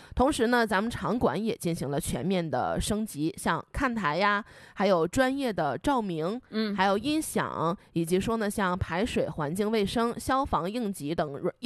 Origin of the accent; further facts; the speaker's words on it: Liaoyuan, Jilin, China; 我们作为辽源人